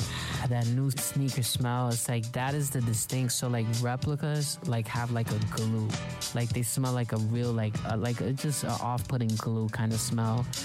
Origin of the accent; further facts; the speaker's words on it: New York City, New York, United States; I've always been a big Spider-Man fan, you know, growing up in New York City.